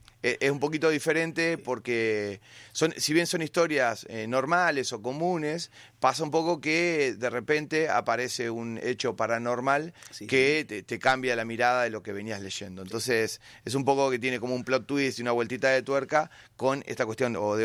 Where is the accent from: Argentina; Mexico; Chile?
Argentina; born there; no de Buenos Aires, sino de mi pueblo del interior, de, sí, donde, sí, nací, sí, yo